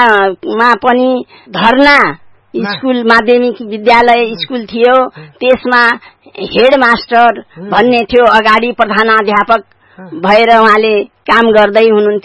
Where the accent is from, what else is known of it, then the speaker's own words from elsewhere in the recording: Ghorahi, Lumbini Province, Nepal; मेरो जन्म हाल लक्ष्मीपुर गाविस पर्थ्यो, अगाडि भने अहिले घोराई उपमहानगरपालिका 4 गोगलीमा पर्छ।